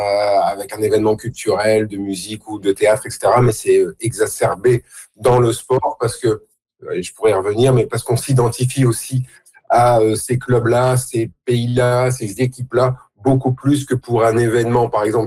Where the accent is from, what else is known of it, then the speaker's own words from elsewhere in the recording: France; now in Canada; moi, en tant que Français